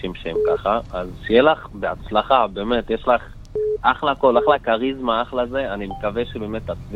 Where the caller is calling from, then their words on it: Northern District, Israel; אני מהצפון, הצפון הרחוק.